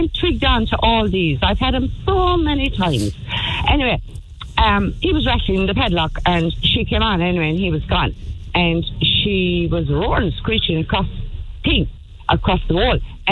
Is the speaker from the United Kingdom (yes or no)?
no; Munster, Ireland; accent: Kerry; I have all my Kerry accent out today.